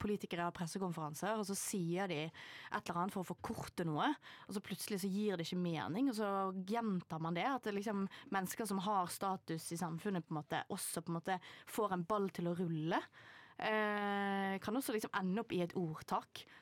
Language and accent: Norwegian; Western Norway, Norway; At jeg er vestlending direkte